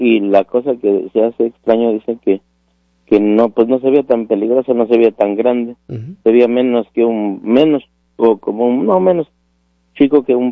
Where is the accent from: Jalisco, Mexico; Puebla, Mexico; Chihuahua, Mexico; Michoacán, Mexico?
Puebla, Mexico; Santa María la Alta; Santa María la Alta.